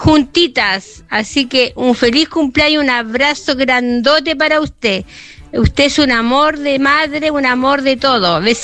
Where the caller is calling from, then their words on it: El Quisco, Valparaíso, Chile; desde acá del Quisco